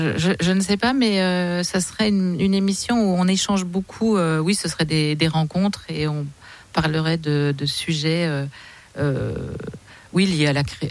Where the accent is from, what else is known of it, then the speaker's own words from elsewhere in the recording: Pontarlier, Bourgogne-Franche-Comté, France; Non, je suis originaire de Pontarlier, alors c'est pas très loin, mais je suis née à Pontarlier.